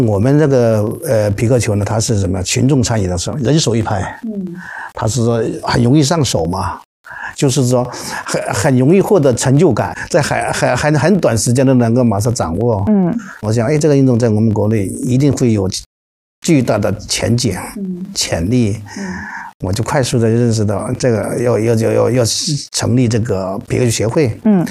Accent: China

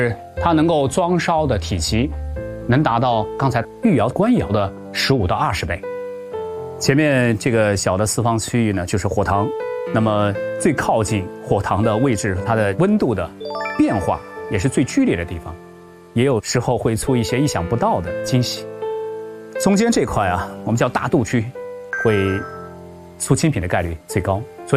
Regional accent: Jingdezhen, Jiangxi, China; 我小时候在住在我奶奶家龙船弄

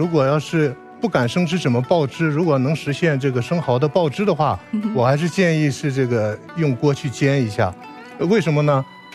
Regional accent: Guangdong, China; moved away; 因为我是从广东来的，

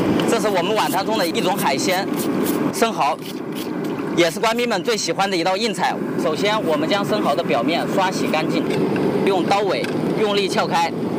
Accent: Chaoshan, Guangdong, China; moved away; 下面我为大家介绍我的家乡潮汕的一道特色菜

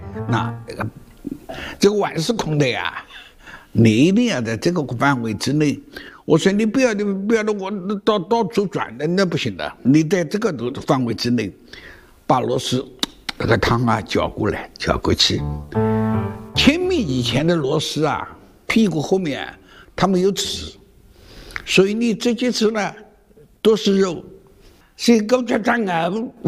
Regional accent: Huzhou, Zhejiang, China; 我们湖州的土话呢

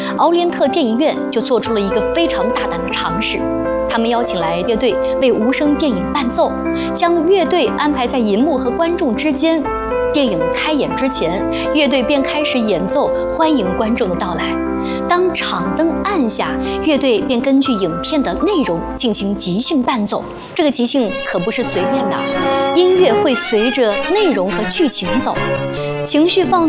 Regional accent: Harbin, Heilongjiang, China; 咱们哈尔滨人不仅喜欢看电影，还热衷于评论电影。

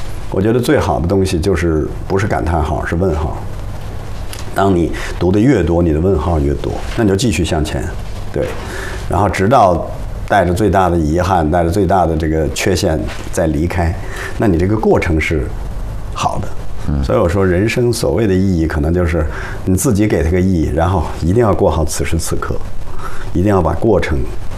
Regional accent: Hulunbuir, Inner Mongolia, China; moved away; 我的家乡在呼伦贝尔

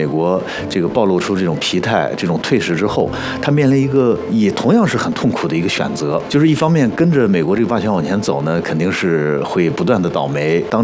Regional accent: China; 作为我们中国人的立场啊，我们觉得要独立自主，对吧？

